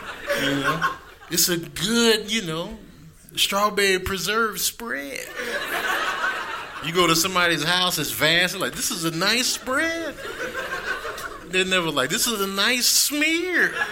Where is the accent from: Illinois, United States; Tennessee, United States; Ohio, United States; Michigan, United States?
Illinois, United States; Chicago; born or raised there; now in California, United States